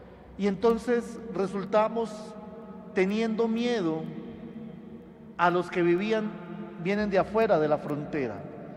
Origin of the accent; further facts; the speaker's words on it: Colombia; olvidamos que somos colombianos